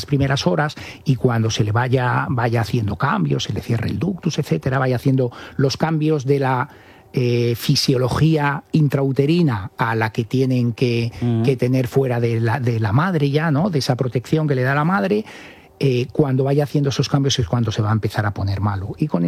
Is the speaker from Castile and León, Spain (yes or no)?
yes; Cigales, Castile and León, Spain; encantados de desplazarse y de venir a Cigales, con lo cual, bueno, pues nos casamos en Cigales, que era mi pueblo.